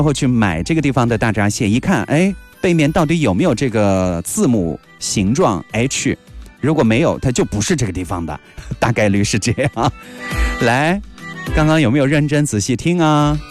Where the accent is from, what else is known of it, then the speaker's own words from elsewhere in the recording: Shuyang, Jiangsu, China; now in Nanjing, China; 我的老家沭阳的高墟那边的米据说挺不错的啊，但我好像没怎么吃过高墟的米。现在啊，这几年我们在南京作为新南京人生活着